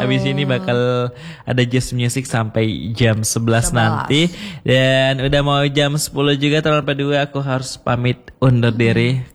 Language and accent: Indonesian; Indonesia; Makanya saya bangga banget bisa lahir dan tumbuh di Indonesia.